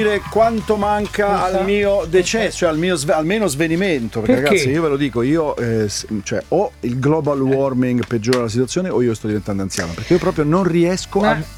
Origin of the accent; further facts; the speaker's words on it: Southern Italy, Italy; now in Milan, Italy; Anch'io sono terrona